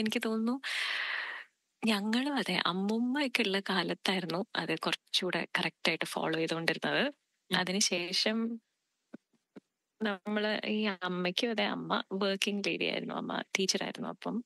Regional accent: Thiruvananthapuram, Kerala, India; now in Melbourne, Australia; ഞാൻ തിരുവനന്തപുരത്ത് ജനിച്ചു വളർന്ന ഒരാളാണ്.

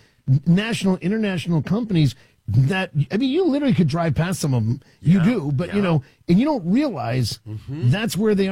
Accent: Washington, District of Columbia, United States; because I grew up in Washington, D.C. and everything else.

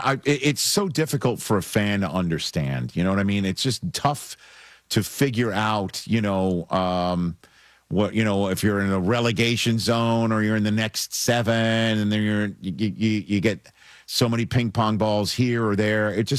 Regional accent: New York, United States; You know, I'm a New Yorker, Jeff.

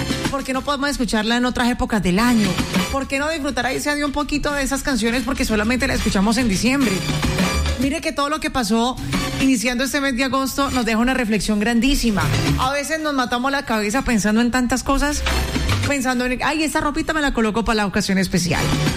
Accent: Colombia; como buena colombiana no me varo

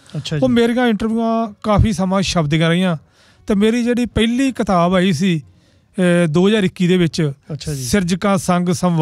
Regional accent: Amritsar, Punjab, India; ਮੈਂ ਜਦੋਂ ਆਪਣਾ ਨਾਂ ਦੱਸਿਆ, ਅੰਮ੍ਰਿਤਸਰ ਤੋਂ ਦੱਸਿਆ

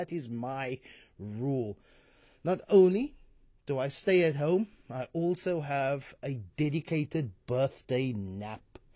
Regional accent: Cape Town, Western Cape, South Africa; I'm from Grassy Park.

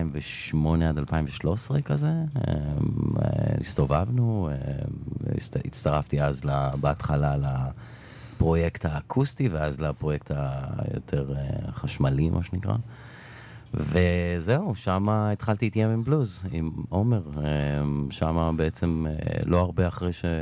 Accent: Elon Moreh, Judea and Samaria, Israel; also born or lived in Bat Yam; גם אני נולדתי בבת ים, ואז עברנו מהר מאוד בגיל 5 ללון מורה שם, לפני שזה עוד היה אישיו להיות שם.

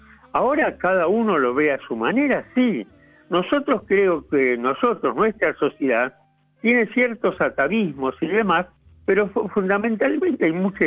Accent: Tigre, Buenos Aires Province, Argentina; ¿Cómo no? … soy de Tigre.

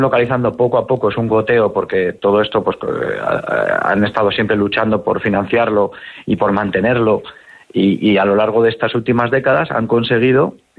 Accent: Soria, Castile and León, Spain; pues estoy yo, que soy soriano, aunque mi empresa está en Burgos, pero yo trabajo en todo el territorio y soy de Soria.

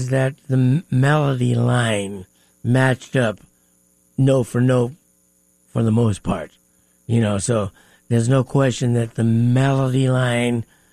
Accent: Las Vegas, Nevada, United States; I'm from Vegas. You know, I'm used to and scams and that type

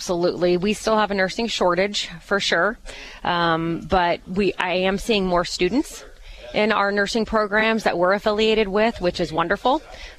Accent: Pawnee, Illinois, United States; Actually, born and raised in Pawnee.

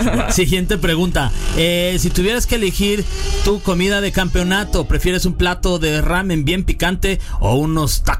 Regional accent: Mexico

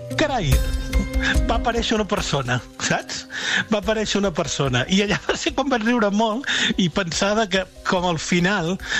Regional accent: L'Ametlla del Vallès, Catalonia, Spain; cap al meu poble, a l'Ametlla

